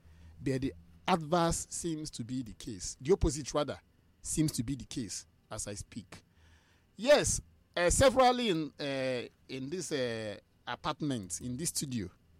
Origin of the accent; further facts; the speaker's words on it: Nigeria; as a father, as a Nigerian